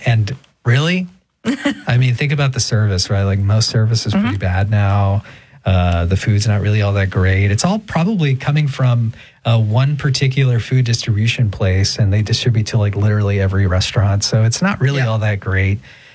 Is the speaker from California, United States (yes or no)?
yes; California, United States; now in Texas, United States; Well, I'm not from Texas. I'm from California, but I live in Texas.